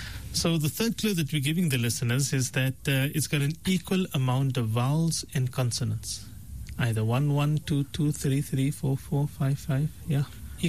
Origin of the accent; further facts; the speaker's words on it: Pietermaritzburg, KwaZulu-Natal, South Africa; But to my defense, I am from Pietermaritzburg and I have downloaded the radio app and I can listen all the time.